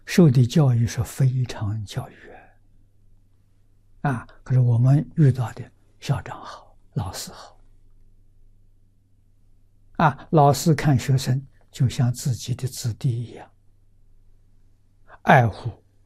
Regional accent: Nanjing, Jiangsu, China; moved away; 所以我就回到南京。到南京继续上学

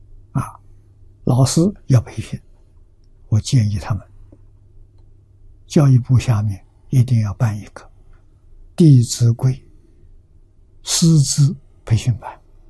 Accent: China; 我们中国人

